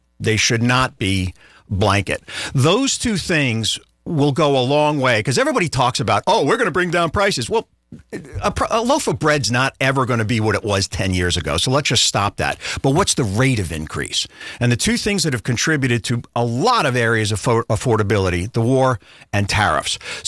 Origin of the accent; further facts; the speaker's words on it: New York, United States; I was born and raised in New York, so I'm familiar with Trump.